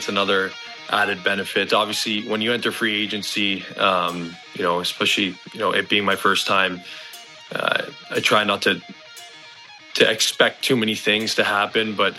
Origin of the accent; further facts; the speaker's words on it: Canada; obviously being Canadian, you know, it's going to feel good to be in just a genuine, you know, hockey town that Winnipeg is.